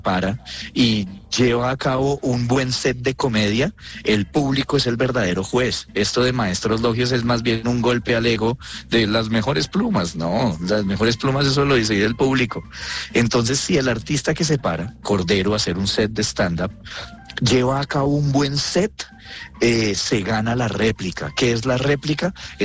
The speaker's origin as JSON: {"language": "Spanish", "country": "Colombia"}